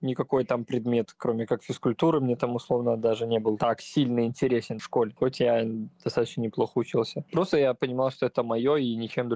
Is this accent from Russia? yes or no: no; Novopolotsk, Vitebsk Region, Belarus; Я родом из Новополоцка